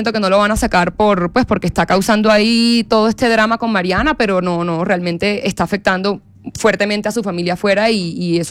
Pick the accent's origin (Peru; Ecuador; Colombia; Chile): Colombia; Caribbean Region; quiero que te vayas de la casa porque no nos representas como costeños